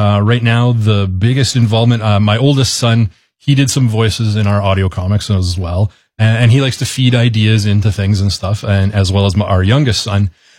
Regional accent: Humboldt, Saskatchewan, Canada; now in Regina, Canada; Being that it's set in my hometown of Humboldt, representation, familiar landmarks, the Broncos, stuff like that shows up in there.

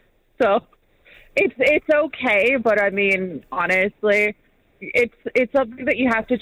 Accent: Winnipeg, Manitoba, Canada; I grew up in Winnipeg where it's, like, minus 40 in the wintertime.

